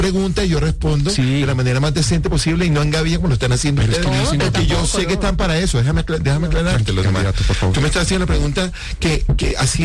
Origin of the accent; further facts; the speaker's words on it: Barranquilla, Atlántico, Colombia; Y soy un colombiano, y soy barranquillero.